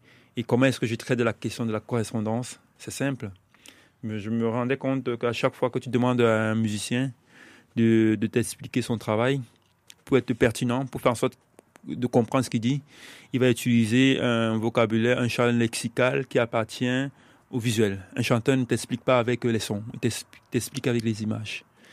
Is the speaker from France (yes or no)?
no; Cameroon; moved away; je viens du Cameroun, au Cameroun, je vivais déjà comme un exilé.